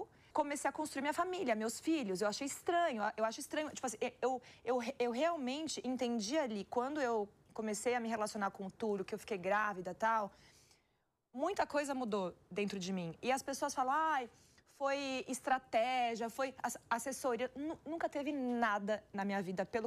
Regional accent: Salvador, Bahia, Brazil; born there; Eu sou baiana, né? Nasci em Salvador.

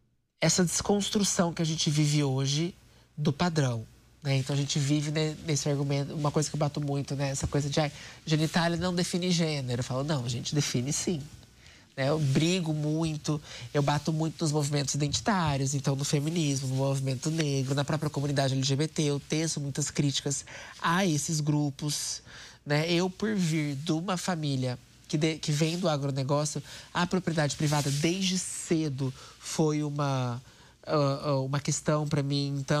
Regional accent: Campo Grande, Mato Grosso do Sul, Brazil; tenho 38 anos, sou de Campo Grande, Mato Grosso do Sul.

